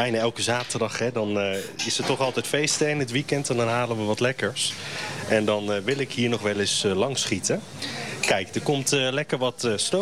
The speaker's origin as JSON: {"language": "Dutch", "town": "Honselersdijk", "region": "South Holland", "country": "Netherlands", "said": "Ik kom zelf uit Onstelersdijk."}